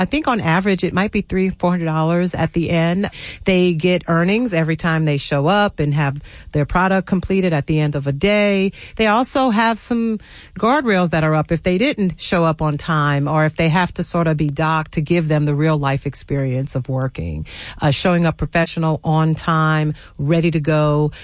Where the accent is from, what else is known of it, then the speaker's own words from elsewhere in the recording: New Orleans, Louisiana, United States; I grew up, I'm from New Orleans originally. I didn't grow up in one of the best neighborhoods in the city.